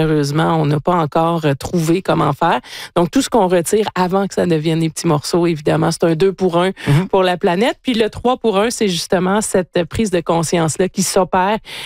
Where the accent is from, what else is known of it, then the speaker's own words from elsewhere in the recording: Rimouski, Quebec, Canada; Donc, puis nous, à Rimouski, moi je viens de Rimouski, notre triste signature régionale, c'est des carcasses de voitures.